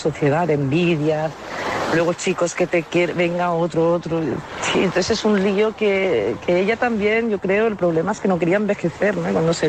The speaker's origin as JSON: {"language": "Spanish", "town": "Sitges", "region": "Catalonia", "country": "Spain"}